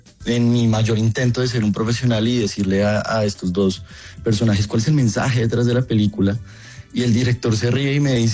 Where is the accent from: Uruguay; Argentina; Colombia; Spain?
Colombia; de uno diciendo hola, soy de Colombia, esto es lo que traigo, esto es de este es el lugar de donde vengo, así somos